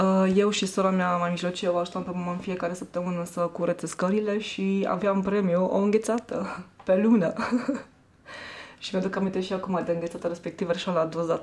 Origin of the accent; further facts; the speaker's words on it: Cluj-Napoca, Cluj County, Romania; Da, sunt clujeancă. Am copilărit, am crescut, am locuit până la vârsta de 36 de ani în Cluj, în cartierul Grigorescu, care se află pe malul Someșului.